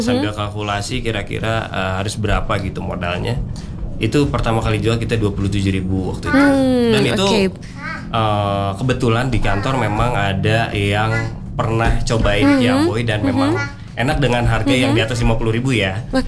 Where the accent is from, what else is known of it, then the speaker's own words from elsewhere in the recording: Bogor, West Java, Indonesia; moved away; Kebetulan memang kita kan aslinya Bogor ya.